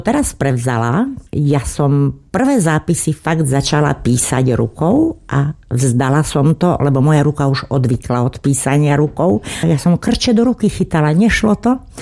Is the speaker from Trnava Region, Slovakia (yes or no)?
no; Malý Šariš, Prešov Region, Slovakia; Áno, som rodáčka z Malého Šariša, podobne aj moji rodičia a starí rodičia zas tak na 50%.